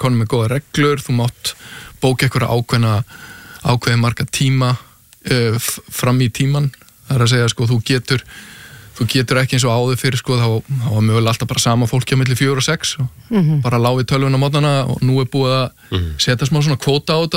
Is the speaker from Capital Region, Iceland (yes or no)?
yes; Hafnarfjörður, Capital Region, Iceland; ég ólst upp í Hafnarfirðinum að það golfklúmum Keili bara byrjaði þar 7-8 ára gamall.